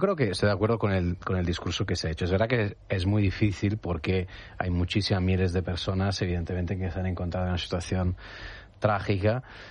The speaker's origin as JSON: {"language": "Spanish", "country": "Italy", "second_language": "Spanish", "said": "Yo siempre, cuando veo estas cosas, siempre pienso también en mi país, en Italia."}